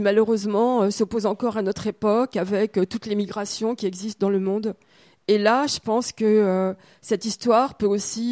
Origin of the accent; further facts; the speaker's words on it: Paris, Île-de-France, France; En tant que Parisienne